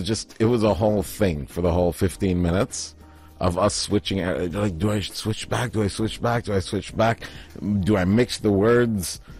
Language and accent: English; Oman; Well, I'm Omani on both sides.